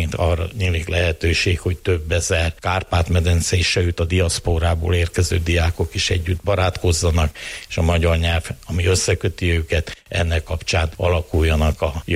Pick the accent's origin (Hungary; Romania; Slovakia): Slovakia; állítom felvidéki magyarként